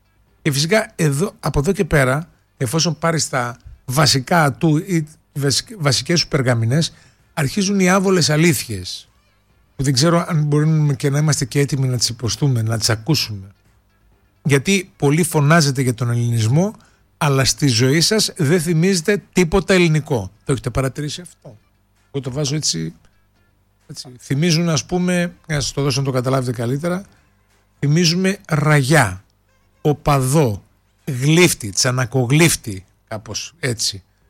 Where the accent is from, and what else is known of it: Greece